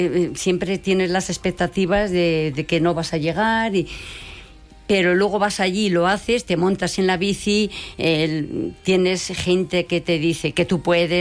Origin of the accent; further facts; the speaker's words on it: Briviesca, Castile and León, Spain; Y yo soy de Burros, bueno, de Briviesca.